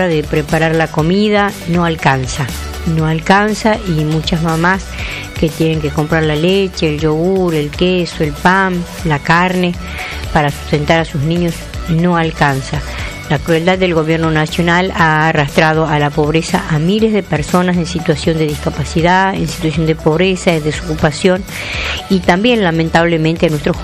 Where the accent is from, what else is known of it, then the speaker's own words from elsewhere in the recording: Tucumán, Argentina; como tucumana, como mamá, como mujer